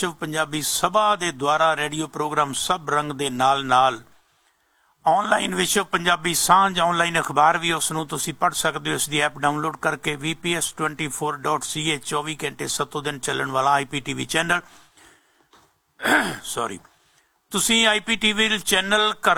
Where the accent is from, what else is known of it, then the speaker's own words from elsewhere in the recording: Punjab, India; now in Canada; ਅਸੀਂ ਪੰਜਾਬ ਦੇ ਵਾਸੀ ਹਾਂ, ਪੰਜਾਬ ਸਾਡਾ ਪਿਛੋਕੜ ਹੈ, ਸਾਡਾ ਵਰਤਮਾਨ, ਅਸੀਂ ਰਹਿ ਭਾਵੇਂ ਕੈਨੇਡਾ ਦੇ ਵਿੱਚ ਜ਼ਰੂਰ ਰਹੇ